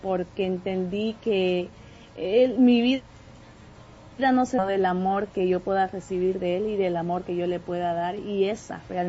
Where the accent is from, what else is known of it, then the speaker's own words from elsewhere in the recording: Bolivia; born there; Sí, no, yo nací en Bolivia, mi español está bien, mi mamá nunca nos dejó olvidarnos el español